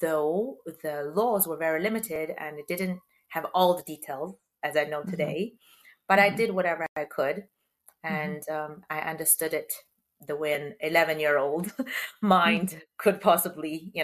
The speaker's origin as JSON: {"language": "English", "country": "China", "tie": "born or raised there", "moved": "yes", "said": "growing up in China"}